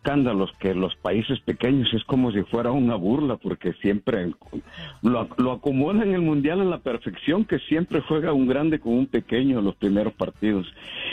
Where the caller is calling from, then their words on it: Houston, Texas, United States; Sí, buenos días, de aquí de Houston.